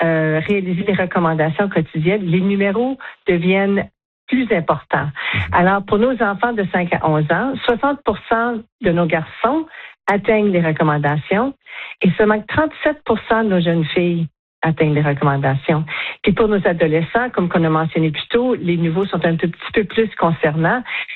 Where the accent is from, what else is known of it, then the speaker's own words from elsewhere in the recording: Canada; en tant que Canadienne